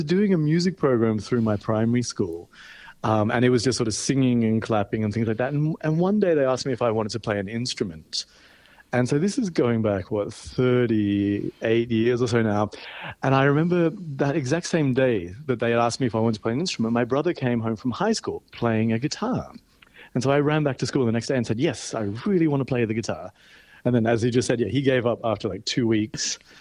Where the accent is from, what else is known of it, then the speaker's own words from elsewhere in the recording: Canberra, Australian Capital Territory, Australia; moved away as an adult; also born or lived in New York City; I was 22 years old. I grew up in Canberra. I had never left Australia, never had a passport.